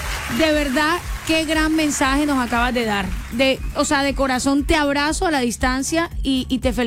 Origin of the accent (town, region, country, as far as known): Colombia